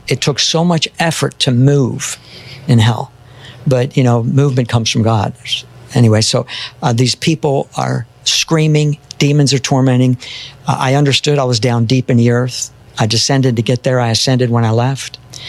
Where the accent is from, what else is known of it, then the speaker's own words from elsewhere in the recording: Florida, United States; I used to surf a lot here in Florida. I grew up in Florida.